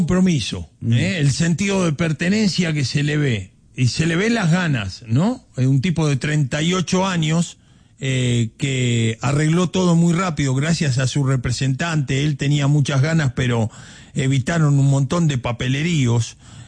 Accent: Argentina; Da vergüenza también como argentino, porque el primero que reconocen es el Che Guevara.

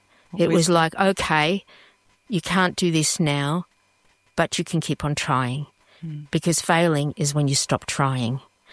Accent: Western Australia, Australia; born there; English is a second language; also born or lived in Jordan; I was born overseas in the Middle East in Jordan, and I came out to Australia when I was a little girl of eight.

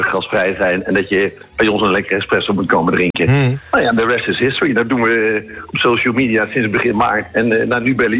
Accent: 's-Hertogenbosch, North Brabant, Netherlands; Nou ja, ik ben gewoon uit Den Bosch gekomen.

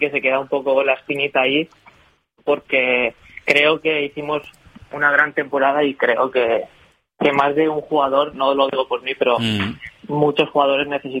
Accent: Vilafamés, Valencian Community, Spain; empecé con el Villafamés, que es mi pueblo

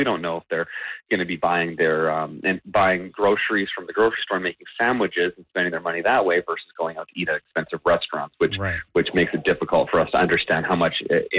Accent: British Columbia, Canada

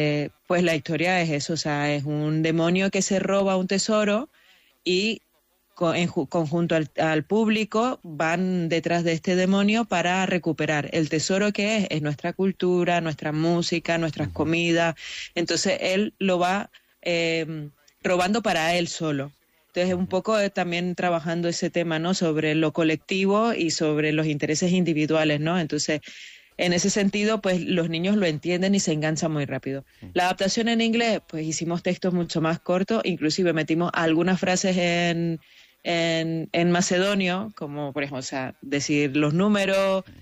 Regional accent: Nicaragua; now in Irún, Spain; Yo soy de Nicaragua. Yo llegué hace 8 años a Irún, y he tenido que aprender euskera

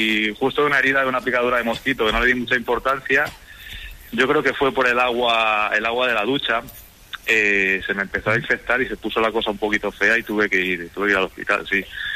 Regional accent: Zamora, Castile and León, Spain; now in Barcelona, Spain; Yo soy de Zamora, pero vivo en Barcelona, llevo 13 años ya viviendo en Barcelona.

